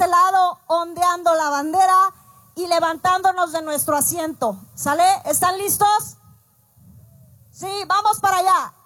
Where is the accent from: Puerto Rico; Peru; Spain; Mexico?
Mexico; Zacatecas; en Zacatecas, de la ciudad de donde yo vengo